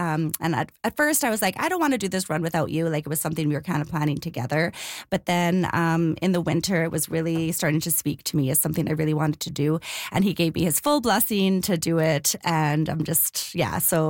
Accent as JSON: {"language": "English", "town": "Flin Flon", "region": "Manitoba", "country": "Canada", "tie": "born there", "said": "I was born in Flin Flon."}